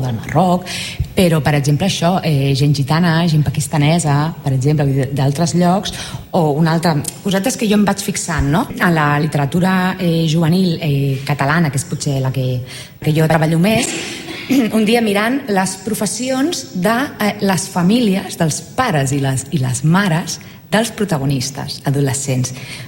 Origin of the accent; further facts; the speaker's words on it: Santa Perpètua de Mogoda, Catalonia, Spain; Jo que sóc de Santa Perpètua de la Moguda, un poblet al costat de Sabadell, home, doncs no m'hi sentia representada en aquest sentit.